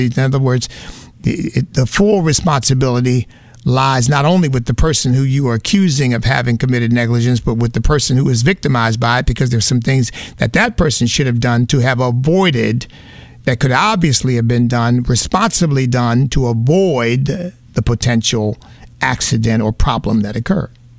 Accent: United States; I'm an American

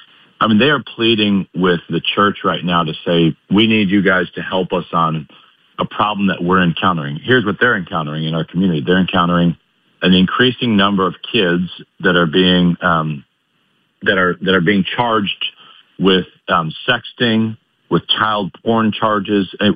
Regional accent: Illinois, United States; I grew up in Illinois where Caterpillar was, and I just remember watching union workers striking all the time.

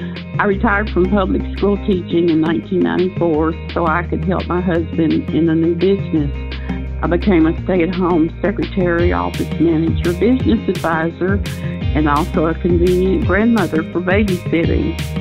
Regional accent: Conroe, Texas, United States; from Conroe, Texas.

